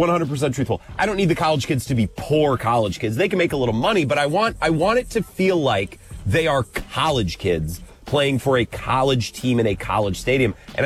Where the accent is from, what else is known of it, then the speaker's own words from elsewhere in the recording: United States; Hey, I'm from Dunn County.